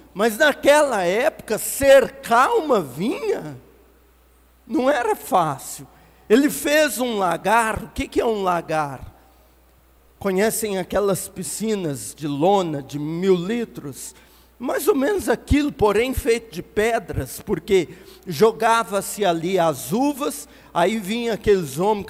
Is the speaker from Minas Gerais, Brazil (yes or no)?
yes; Itaúna, Minas Gerais, Brazil; Hoje eu ando lá em Itaúna, onde nasci